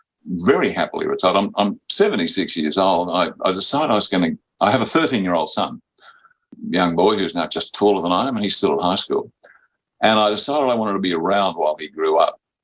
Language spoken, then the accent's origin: English; Australia; I thought, no, bugger that, I'm Australian, I'm not going to nod to her or bow to her or anything like that.